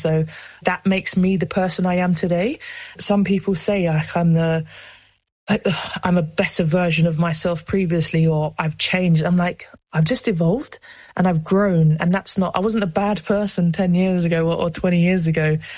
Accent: London, United Kingdom; because I don't realise I have an accent until I speak to other people who are not from South London

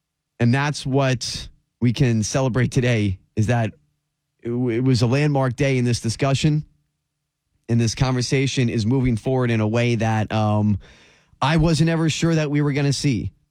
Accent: Florida, United States; my home state of Florida

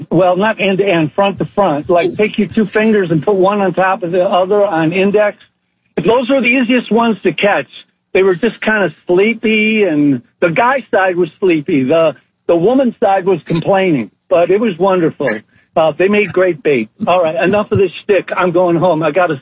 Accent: Michigan, United States; now in Georgia, United States; I grew up north of Detroit on Lake St. Clair, which is actually part of the Great Lakes.

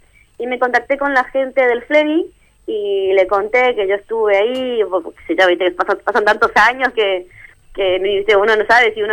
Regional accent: Corrientes, Argentina; now in Buenos Aires, Argentina; soy correntina.

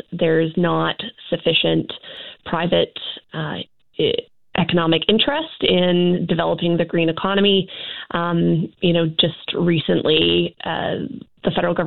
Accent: British Columbia, Canada; as British Columbians, a lot of us are looking forward to the jobs that this is going to generate.

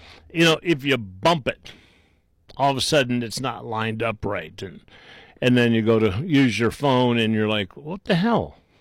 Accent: Cleveland, Ohio, United States; I grew up in Cleveland. We used to pee in troughs like this.

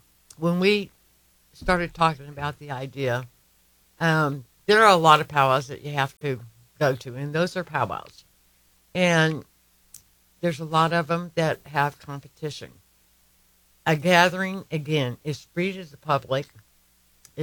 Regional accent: Oklahoma, United States; I came from Oklahoma. And when I was little, we had gatherings, but they were like the neighborhood, my cousins, my aunts and uncles

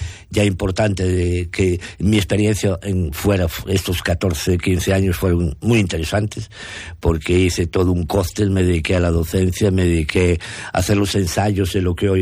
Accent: Galicia, Spain; creo que soy el único gallego fijo. Y español creo que no sé si hay un par de ellos más.

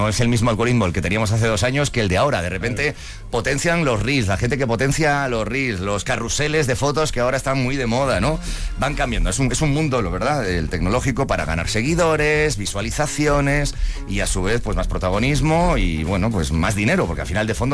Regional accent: Santiago de Compostela, Galicia, Spain; moved away; Ayer en mi tierra, en Santiago

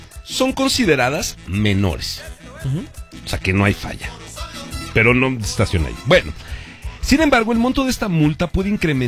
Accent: Mexico; O sea, somos buenos mexicanos, ¿no?

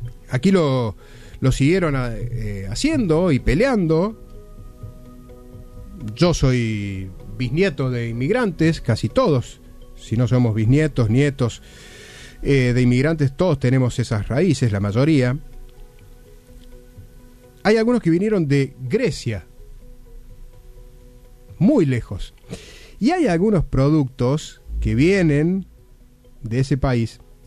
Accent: Villa María, Córdoba, Argentina

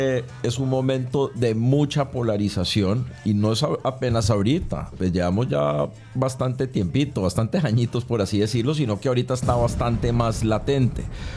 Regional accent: Cali, Valle del Cauca, Colombia

